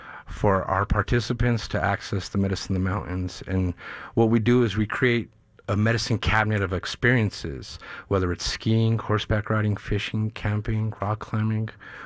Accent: Denver, Colorado, United States; born and raised in the north side of Denver.

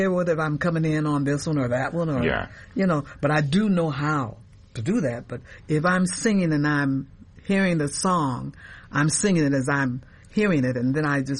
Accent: Detroit, Michigan, United States; now in California, United States; I left Detroit. I was born and raised in Detroit.

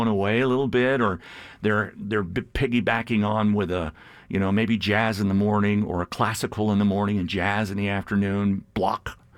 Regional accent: Louisiana, United States; now in Denver, United States; we're both from Louisiana.

